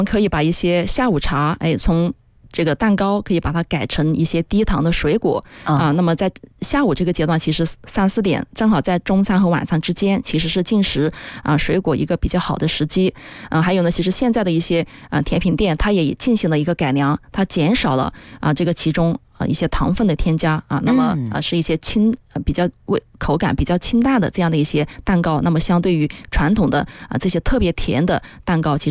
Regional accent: Guangdong, China

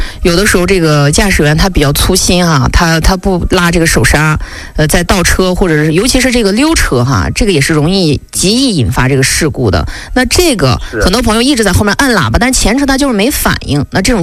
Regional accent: Xilingol, Inner Mongolia, China; 我是这个土生土长的我们锡林郭勒人

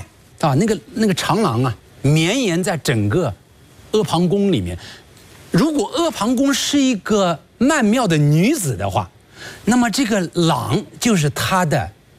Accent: China; 我们中国人写诗一个韵为一段

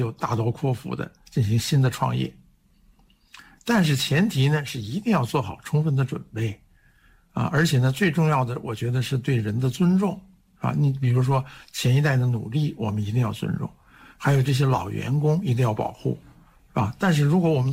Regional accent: China

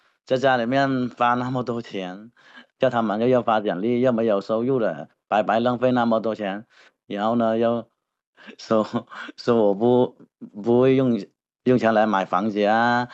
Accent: Guangxi, China

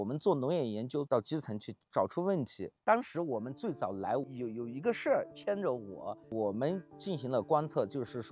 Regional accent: Lincang, Yunnan, China; now in Dali, China; 我老家是我们云南省临沧市的

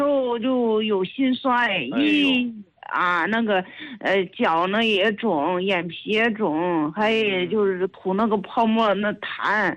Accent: Zhengzhou, Henan, China; 我是河南郑州的。

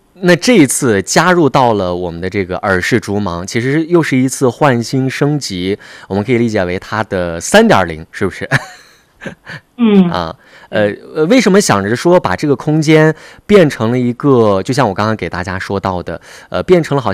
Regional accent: Xinjiang, China; accent: Xinjiang dialect; 用我们新疆话说跟闺蜜倒四费呀

